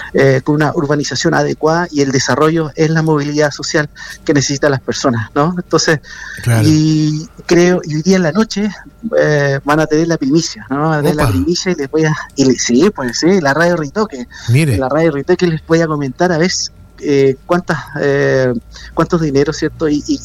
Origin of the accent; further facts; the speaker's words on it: Valparaíso, Chile; como soy porteño, también consejero regional de Valparaíso